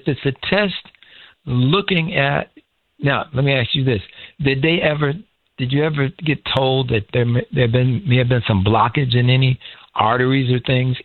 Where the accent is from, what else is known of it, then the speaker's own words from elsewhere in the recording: Inglewood, California, United States; I grew up in Inglewood, and neither of my parents got past high school.